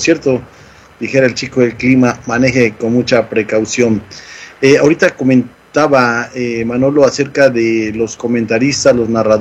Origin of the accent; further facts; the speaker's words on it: Mexico; los que somos mexicanos y que somos contemporáneos